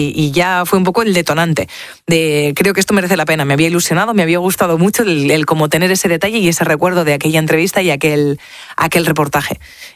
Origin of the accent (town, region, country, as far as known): Spain